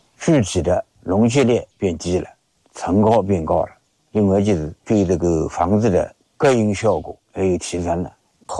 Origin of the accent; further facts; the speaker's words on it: Yangzhou, Jiangsu, China; 我老家是江苏扬州的